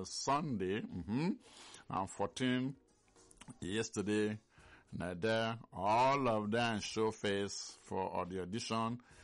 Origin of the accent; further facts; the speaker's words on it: Nigeria; And as a Nigerian, we get